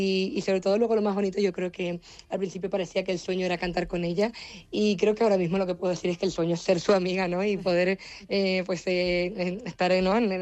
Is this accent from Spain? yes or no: yes; Canary Islands, Spain